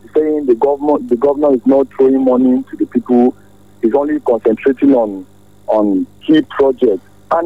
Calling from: Makurdi, Benue, Nigeria; I'm calling from Makurdi at New GRA.

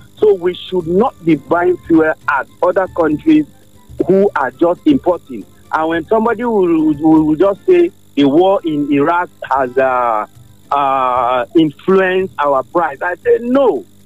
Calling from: Makurdi, Benue, Nigeria; I'm calling from Makurdi, New Jersey.

